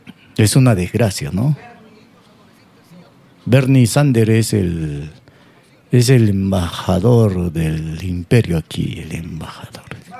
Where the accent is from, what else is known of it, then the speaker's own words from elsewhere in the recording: Peru; Somos así los peruanos. Los peruanos somos más cristianos que el Papa o que los pastores.